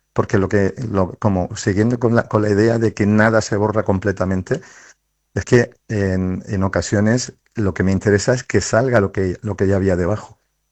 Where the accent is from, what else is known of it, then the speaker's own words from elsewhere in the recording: Torrevieja, Valencian Community, Spain; yo soy nacido en Torrevieja